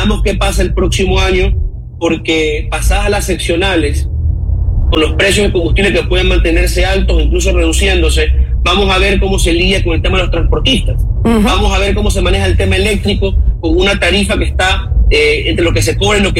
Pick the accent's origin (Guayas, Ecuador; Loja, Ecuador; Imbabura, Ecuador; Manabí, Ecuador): Guayas, Ecuador; Guayaquil; Me preocupa como guayaquileño